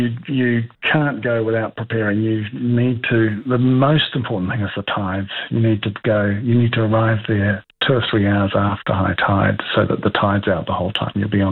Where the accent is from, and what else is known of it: Northland, New Zealand; born or raised there